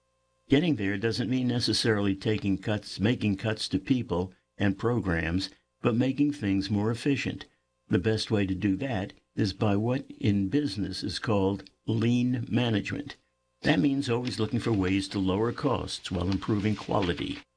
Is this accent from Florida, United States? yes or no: yes; Florida, United States; By contrast, my home state of Florida has been growing like a flower in springtime.